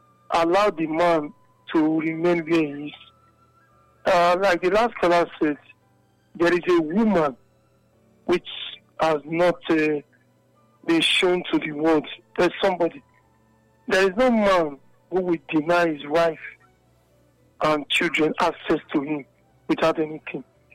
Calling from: Benin City, Edo, Nigeria; I'm calling from Benin.

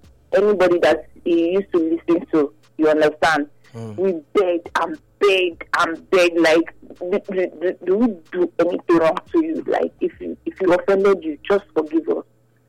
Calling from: Benin City, Edo, Nigeria; I'm calling from Benin City.

